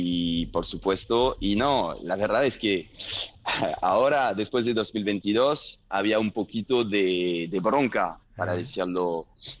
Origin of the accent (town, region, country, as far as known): Lyon, Auvergne-Rhône-Alpes, France